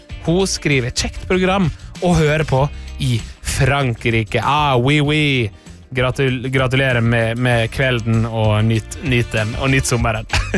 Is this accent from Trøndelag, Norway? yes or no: yes; Trøndelag, Norway; Det ganske nærme der jeg kommer fra, født og oppvokst.